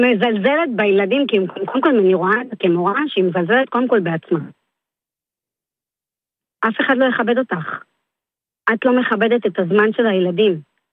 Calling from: Holon, Tel Aviv District, Israel

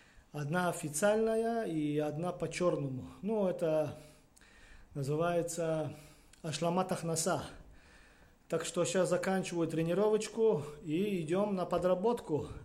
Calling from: Israel; из Израиля.

